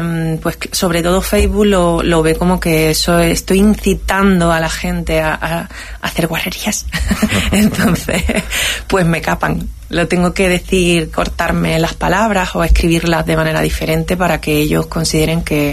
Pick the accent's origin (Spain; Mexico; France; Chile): Spain; Ceuta; Sí, exactamente. Quería tener un... Mi apellido es muy común y quería tener algo que me atara a mi tierra, y oye, pues mira, Benzú.